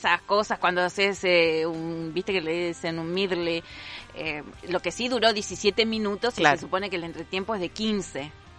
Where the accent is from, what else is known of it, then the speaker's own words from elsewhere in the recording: Brazil; Spanish is a second language; moved away as an adult; now in Argentina; yo acá a la Argentina vine a trabajar y gozo de las mismas posibilidades que cualquier argentino. Yo en mi país, por ser negro, no.